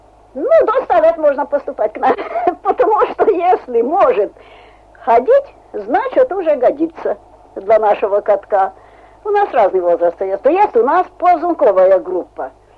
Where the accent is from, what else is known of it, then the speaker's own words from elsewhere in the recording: Hungary; Russian is a second language; now in Soviet Union; я плохо говорю по-русски, потому что я из Венгрии. Я приехала в Советский Союз в 36-м году.